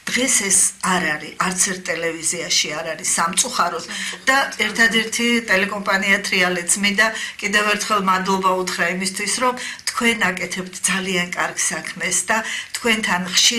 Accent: Tbilisi, Georgia; დავამთავრე თბილისის 30-ე საშუალო სკოლა. ეს მდებარეობს კიევის ქუჩაზე. მან გავიზარდე ჩემი ბავშვობის უბანია და დღემდე ძალიან მიყვარს.

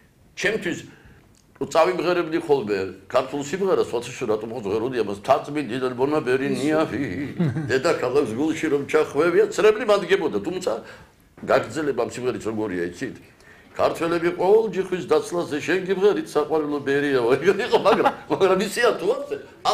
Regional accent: Tbilisi, Georgia; born there; also born or lived in Moscow / London; თბილისი ქალაქია, რომელშიც დავიბადე ჯერისით, რომელშიც ცხოვრობ პრაქტიკულად თითქმის მთელი ცხოვრება, თითქმის ვამბობი, იმიტომ რომ იყო პერიოდები, როცა ვიცხოვრე სხვა ქალაქებში

